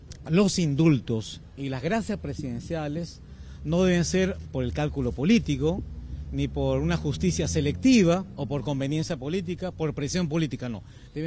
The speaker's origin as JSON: {"language": "Spanish", "country": "Peru", "said": "tenemos que reconciliarnos como peruanos y ayudarnos como peruanos, como ciudadanos"}